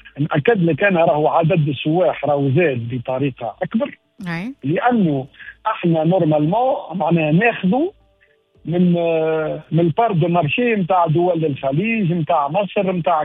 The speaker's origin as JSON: {"language": "Arabic", "country": "Tunisia"}